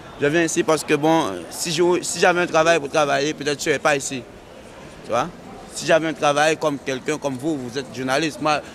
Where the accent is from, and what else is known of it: France